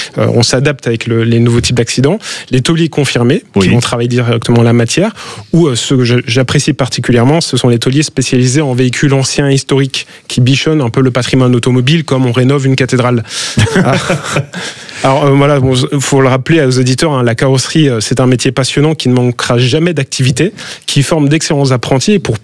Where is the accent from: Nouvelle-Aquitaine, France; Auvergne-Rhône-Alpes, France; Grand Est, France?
Grand Est, France; Moi, je suis Alsacien, je suis très fier de cette région-là.